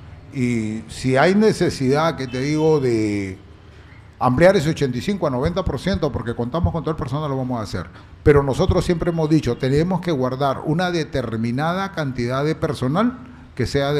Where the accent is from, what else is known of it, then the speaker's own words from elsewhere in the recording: Tambogrande, Piura, Peru; mi pueblo